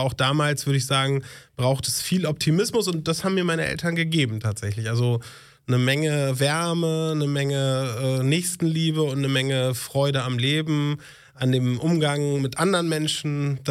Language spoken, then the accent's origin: German; Uelzen, Lower Saxony, Germany; born there; also born or lived in Bad Laer; now in Kiel, Germany; mein Vater hatte auch eine neue berufliche Aufgabe in der Lüneburger Heide angenommen und dort sind wir dann hingezogen.